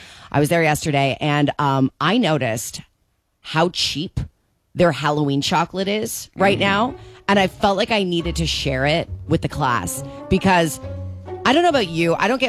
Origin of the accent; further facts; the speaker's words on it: Newmarket, Ontario, Canada; moved away; growing up in Newmarket